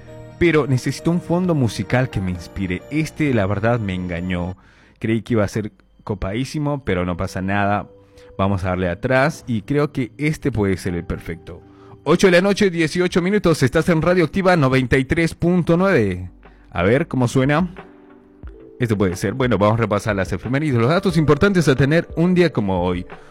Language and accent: Spanish; Bolivia; now in Argentina